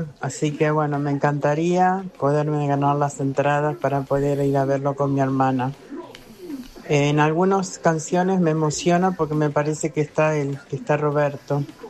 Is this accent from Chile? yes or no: no; Valentino Alsina, Buenos Aires Province, Argentina; Estuvo acá en Valentino Alsina, yo soy de Valentino Alsina.